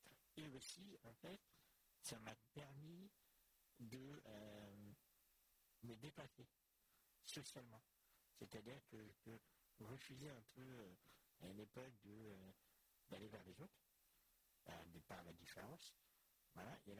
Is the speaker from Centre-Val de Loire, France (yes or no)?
yes; Centre-Val de Loire, France; now in Caen, France; Alors moi, je suis né à Cher, dans l'Inde. Donc j'ai vécu une bonne partie de ma jeunesse donc dans un cadre du tout rural, puisque j'habitais une petite commune qui s'appelait Conduit, qui avait à peu près 1000 habitants, pas plus.